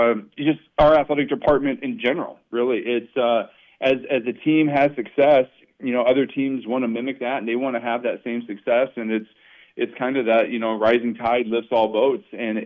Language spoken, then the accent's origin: English; Iowa, United States; now in Montana, United States; Even growing up in Iowa